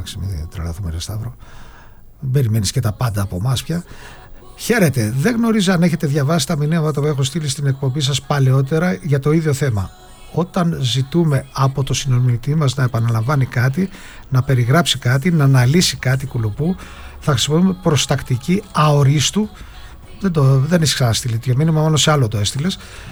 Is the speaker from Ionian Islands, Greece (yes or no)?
no; Filadelfeia, Attica, Greece; επειδή είμαι γέννημα θρέμα από τη Φιλαδέλφια, Φιλαδελφιώτης